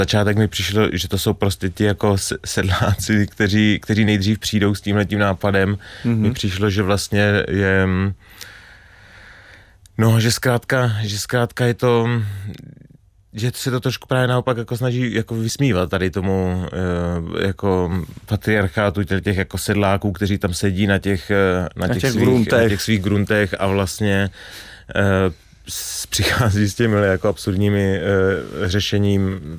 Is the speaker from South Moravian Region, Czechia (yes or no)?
yes; Strážnice, South Moravian Region, Czechia; Lukáš Příkazský, tak ten je taky ze Strážnice, odkud pocházím